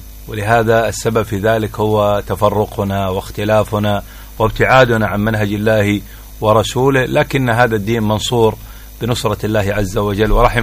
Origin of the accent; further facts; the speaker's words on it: Mukalla, Hadhramaut, Yemen; accent: Mukalla colloquial dialect; رح نتكلم باللهجة الدارجة عندنا في المكلة